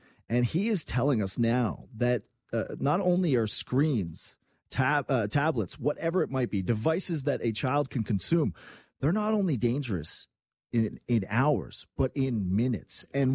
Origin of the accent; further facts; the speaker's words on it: Quebec, Canada; moved away; Growing up in Quebec, you know, we had a convenient store culture.